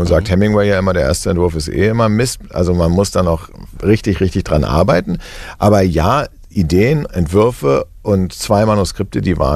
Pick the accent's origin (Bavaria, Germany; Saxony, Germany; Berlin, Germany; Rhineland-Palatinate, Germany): Berlin, Germany; born there; ich bin in Berlin geboren